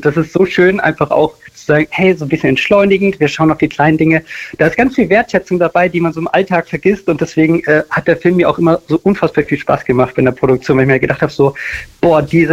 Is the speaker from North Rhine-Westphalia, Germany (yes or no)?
no; Berlin, Germany; Also ich komme aus Berlin und drehe dort normalerweise so als Brotverdienst klassische Werbung